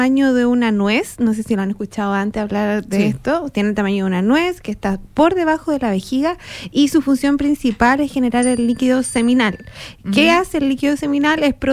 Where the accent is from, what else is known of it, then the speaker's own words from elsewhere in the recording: Santiago, Santiago Metropolitan Region, Chile; moved away; en Santiago, bueno, yo soy de Santiago.